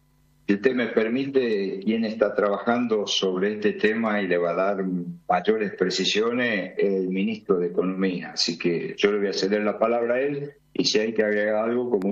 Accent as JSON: {"language": "Spanish", "region": "Tucumán", "country": "Argentina", "said": "nos sentimos orgullosos como tucumanos."}